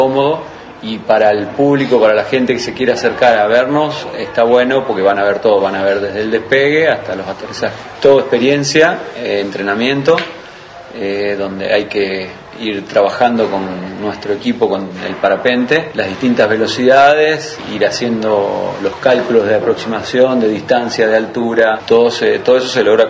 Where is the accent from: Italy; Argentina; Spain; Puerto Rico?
Argentina; Zenón Pereyra, Santa Fe; soy del interior de Santa Fe, de Zenón Pereira, es un pueblo.